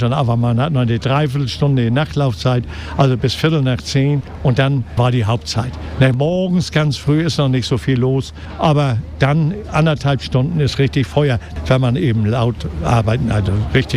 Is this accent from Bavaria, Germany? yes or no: no; Hamburg, Germany; Ich kenne also Hamburg. Mich kennen sie und ich kenne sie, weil ich bin Hamburger durch und durch.